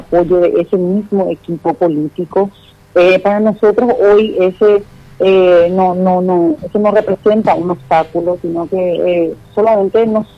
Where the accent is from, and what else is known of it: Presidente Franco, Alto Paraná, Paraguay